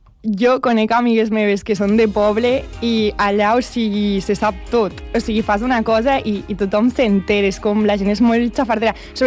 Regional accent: Lleida, Catalonia, Spain; moved away as an adult; now in Bellaterra, Spain; jo sóc de Lleida.

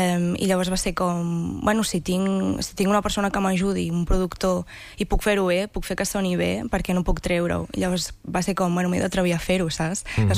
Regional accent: Ribes de Freser, Catalonia, Spain; Sí, jo vaig néixer a Ribes i vaig estar a Ribes fins que vaig anar a fer el batxillerat a Vic, el batxillerat artístic, i després ja vaig començar a estudiar la carrera i me'n vaig anar fora.

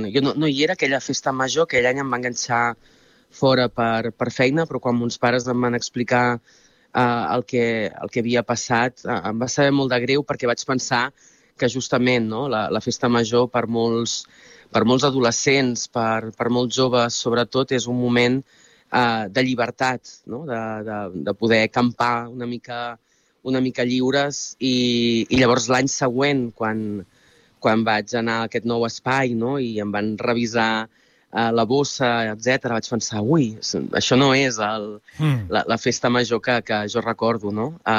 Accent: Molins de Rei, Catalonia, Spain; el fet d'haver nascut i crescut a Molins per molts motius ha definit també qui sóc i què he acabat fent

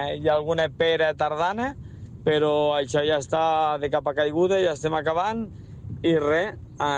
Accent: Almenar, Catalonia, Spain; de la festa major d'Almenar, que és el poble més bonic o dels més bonics del Segrià, diria jo, que sóc d'Almenar

